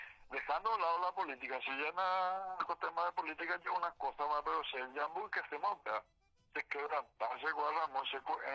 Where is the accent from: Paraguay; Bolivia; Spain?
Paraguay; Como pueblo paraguayo, ya ni mi pea, ya ni calcula mi pea de situaciones.